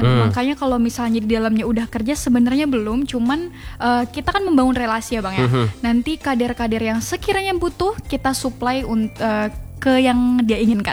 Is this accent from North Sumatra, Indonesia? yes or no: yes; Mandailing Natal, North Sumatra, Indonesia; saya aslinya dari Mandailing Natal ya Bang. Mandailing Natal Sumatera Utara.